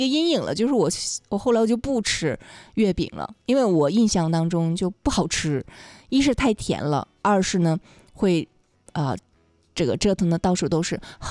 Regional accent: Northeast China, China; 作为一个东北人，折耳根说实在的真的是有一点吃不惯。

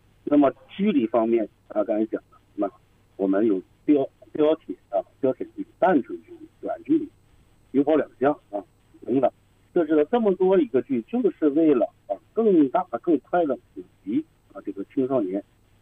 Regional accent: China

